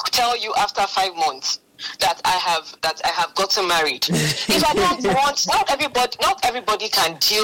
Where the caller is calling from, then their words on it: Calabar, Cross River, Nigeria; I am calling from Calabar South